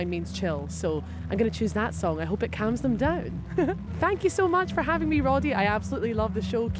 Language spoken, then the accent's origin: English; Scotland, United Kingdom